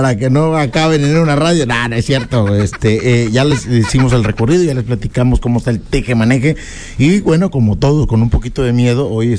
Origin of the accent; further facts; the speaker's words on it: Lerdo, Mexico; born there; moved away; Era la radio de ahí del Lerdo.